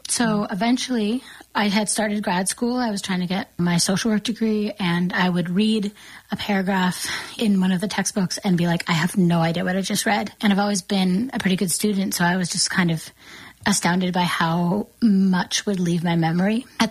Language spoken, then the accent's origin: English; East Coast, United States; I'm from the East Coast and things like that.